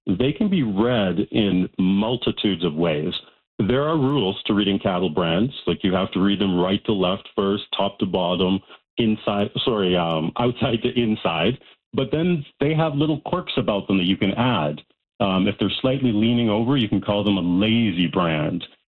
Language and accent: English; Alberta, Canada; born or raised there